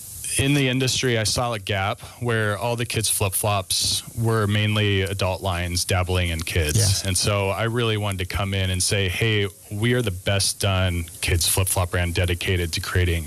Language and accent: English; California, United States; I'm from Orange County, California.